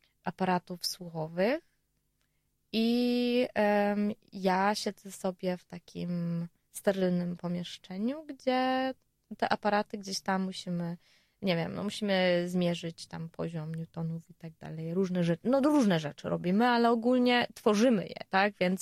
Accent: Silesian Voivodeship, Poland; Ja nie lubiłam nigdy języka polskiego i zawsze mówiłam wszystkim, że słuchajcie, ja jestem ze Śląska, okej?

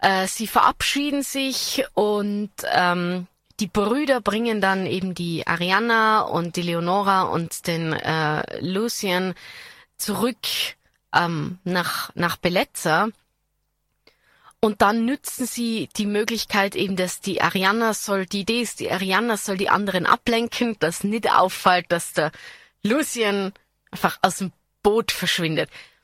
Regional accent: Austria; batschert, wie man bei uns in Österreich sagt

